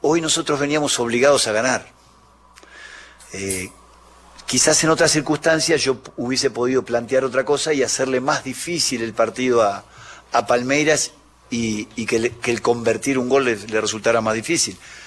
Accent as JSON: {"language": "Spanish", "country": "Uruguay", "said": "yo soy uruguayo, ¿verdad?"}